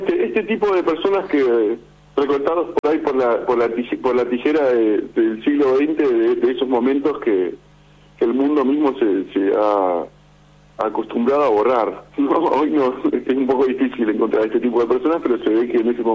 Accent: Buenos Aires, Argentina; yo soy un argentino promedio, que vivo en la capital federal

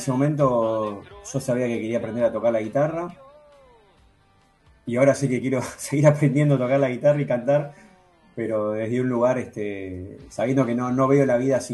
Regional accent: San Justo, Buenos Aires Province, Argentina; Soy del oeste de Buenos Aires, San Justo.

